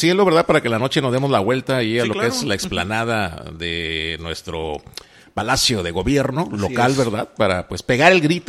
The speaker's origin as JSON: {"language": "Spanish", "country": "Mexico", "said": "bien mexicanotes, el Johnny Gómez y un servidor."}